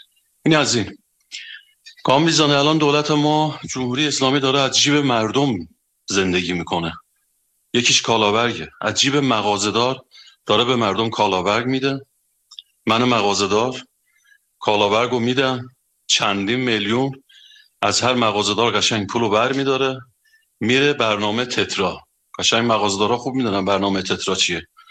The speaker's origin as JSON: {"language": "Persian", "town": "Ardabil", "region": "Ardabil Province", "country": "Iran", "said": "حرف بعدی میره، من از اردبیلم."}